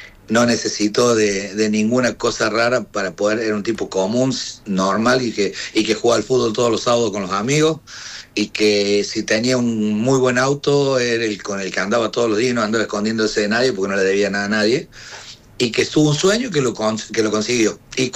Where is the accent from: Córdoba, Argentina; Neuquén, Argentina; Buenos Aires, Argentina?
Córdoba, Argentina; Soy cordobés.